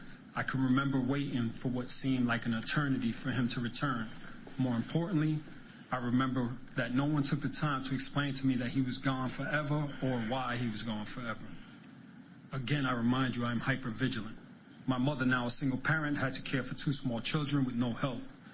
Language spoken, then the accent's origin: English; New York City, New York, United States; also born or lived in Santurce, Puerto Rico; I was born in Santurce, Puerto Rico, but prior to my third birthday, my parents migrated to New York City.